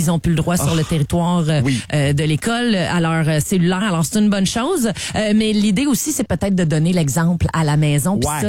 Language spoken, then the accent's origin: French; Canada; chez nous au Canada